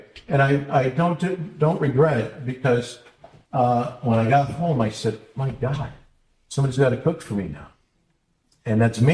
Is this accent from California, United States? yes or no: no; Detroit, Michigan, United States; I grew up in Detroit. I'm going to Detroit.